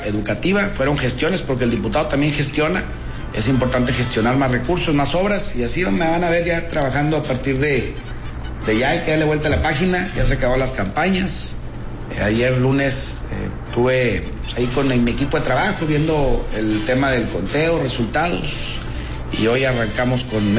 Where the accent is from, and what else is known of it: Coahuila, Mexico